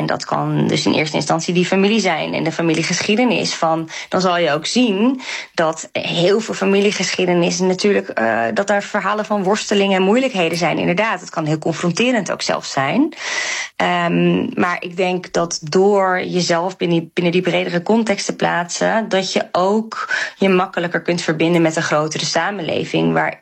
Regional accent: North Holland, Netherlands; now in Amsterdam, Netherlands; ik toen ik opgroeide in Noord-Hollandse dorpjes.

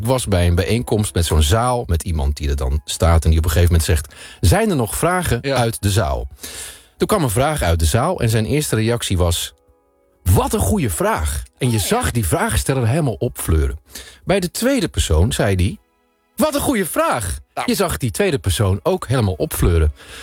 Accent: Netherlands; Maar zijn wij Nederlanders complimentengevers?

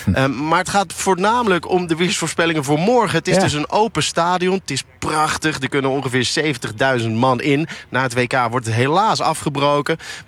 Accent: Netherlands

